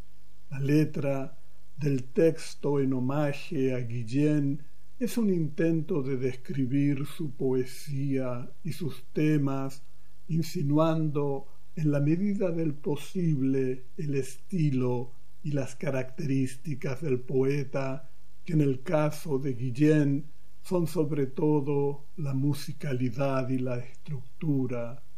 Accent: Chile; now in Europe; soy chileno y vivo en Europa desde hace muchos años.

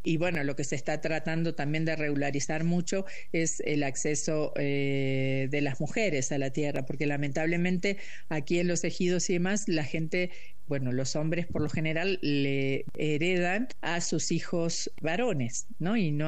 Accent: Argentina; now in Mexico

